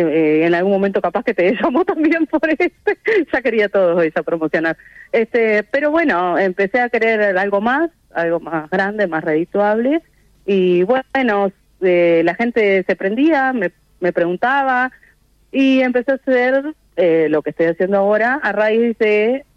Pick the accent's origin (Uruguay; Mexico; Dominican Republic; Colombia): Uruguay; Fraile Muerto, Cerro Largo; now in Piriápolis, Uruguay; De Cerro Largo, de Fraile Muerto. Pero actualmente vivo en Piriápolis.